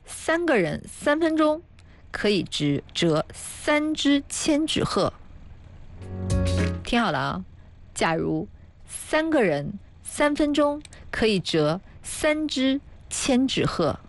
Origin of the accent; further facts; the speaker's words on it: Anhui, China; 向世人展示我们安徽人灌蛋的实力